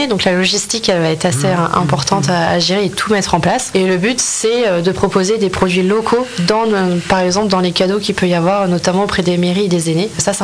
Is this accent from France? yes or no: yes; Châteauneuf-Val-de-Bargis, France; j'ai grandi à la campagne, j'ai grandi à Châteauneuf-Val-de-Bergis, notamment.